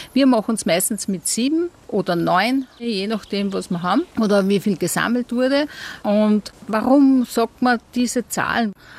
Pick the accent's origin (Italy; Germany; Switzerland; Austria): Austria; Upper Austria; Bei uns im Westen Oberösterreichs, in Bayern und in Tirol, heißen die 30 Tage ab dem 15. August, also ab Maria Himmelfahrt, Frauen-30er.